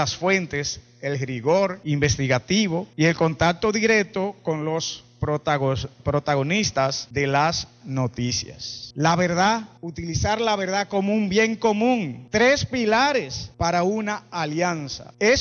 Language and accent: Spanish; Dominican Republic; quiero hacerle un llamado a que como dominicanos asumamos un compromiso ético